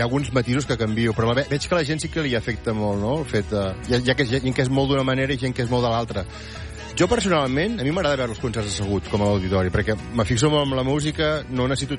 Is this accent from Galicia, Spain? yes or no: no; La Bisbal d'Empordà, Catalonia, Spain